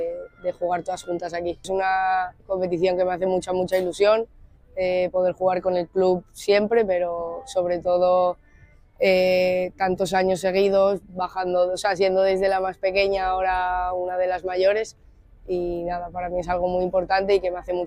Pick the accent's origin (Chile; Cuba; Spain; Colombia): Spain; Oviedo, Asturias; Casi todas somos de aquí de Oviedo